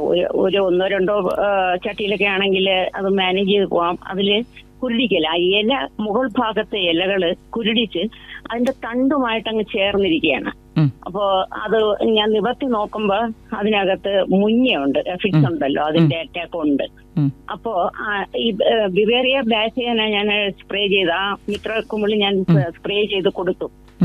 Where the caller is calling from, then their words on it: Ulloor, Kerala, India; ഉള്ളൂരിൽ നിന്നാണ്